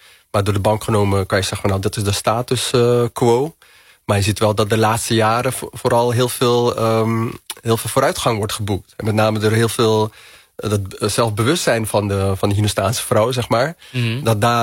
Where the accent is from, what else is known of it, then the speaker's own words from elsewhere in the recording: Rotterdam, South Holland, Netherlands; Ik kom uit Rotterdam, maar stel je voor, er zijn Rotterdammers die op een gegeven moment emigreren.